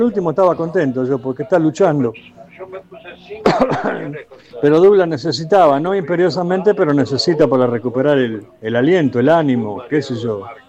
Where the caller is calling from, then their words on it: Buenos Aires Province, Argentina; yo vivo acá en Echeverría